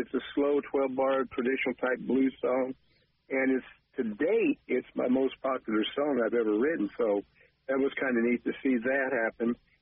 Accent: Bakersfield, California, United States; I had a cover band in my hometown of Bakersfield, California

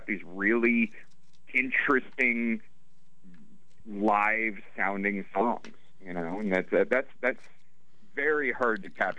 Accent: Arizona, United States; I'm born and raised in Arizona

